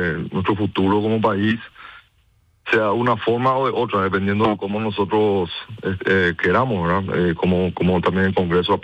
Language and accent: Spanish; Paraguay; O sea, es una realidad que nosotros tenemos que ser conscientes como paraguayos, que el tiempo se nos agota